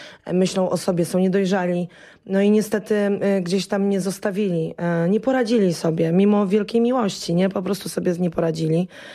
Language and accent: Polish; Nowy Targ, Lesser Poland, Poland; born there; jestem z małego miasta, na Podhalu, Nowy Targ.